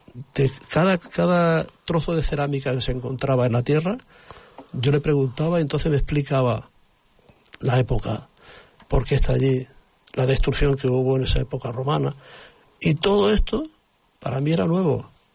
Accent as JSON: {"language": "Spanish", "town": "Córdoba", "region": "Andalusia", "country": "Spain", "moved": "yes", "lives_now": "Catalonia, Spain", "said": "De Córdoba. Y yo llegué a Cataluña, me abrieron las puertas..."}